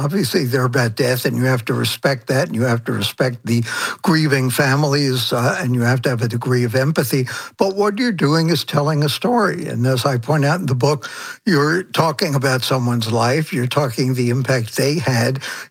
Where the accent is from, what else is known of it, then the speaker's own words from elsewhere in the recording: Brooklyn, New York, United States; I grew up in Brooklyn in a culture, family culture, where death was denied for the most part.